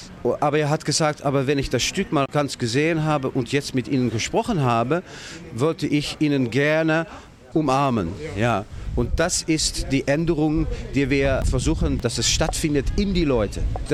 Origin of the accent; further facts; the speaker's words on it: Netherlands; Wir sind Holländer.